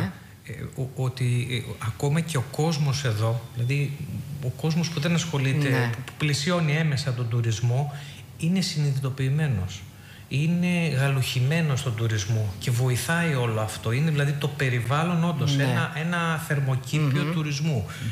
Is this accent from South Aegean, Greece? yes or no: no; Nea Vyssa, Eastern Macedonia and Thrace, Greece; born there; moved away; Η καταγωγή μου είναι από τη Θράκη. Είναι από ένα χωριό του Εύρου, τη Νέα Βίσα, πάνω από την Οραστιάδα. Είμαι βόρειος δηλαδή, εκεί γεννημένο